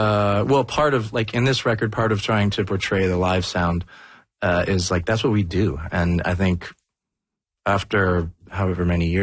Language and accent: English; Toronto, Ontario, Canada; I grew up in Toronto downtown. I took the subway a lot.